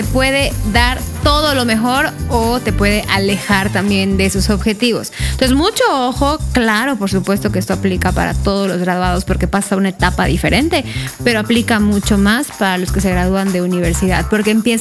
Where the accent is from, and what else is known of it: Mexico